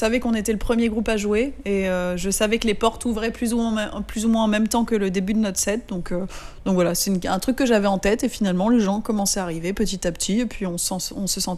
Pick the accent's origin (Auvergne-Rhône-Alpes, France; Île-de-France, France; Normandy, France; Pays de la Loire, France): Île-de-France, France; Paris; mon père est anglais, ma mère est française et je suis née à Paris, j'ai toujours vécu en France.